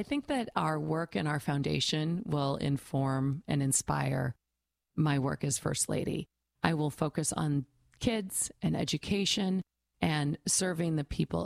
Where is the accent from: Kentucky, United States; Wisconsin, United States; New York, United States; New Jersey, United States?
Wisconsin, United States; I grew up in a tiny town, 1,234 people in Wisconsin. I think there were probably twice as many cows as people in the town that I grew up in.